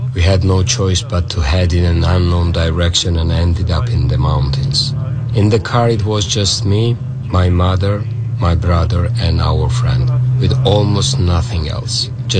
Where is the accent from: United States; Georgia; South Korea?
Georgia; Sukhumi, Abkhazia; Suhumi was a very multicultural place. When I was growing up, everyone got along pretty well.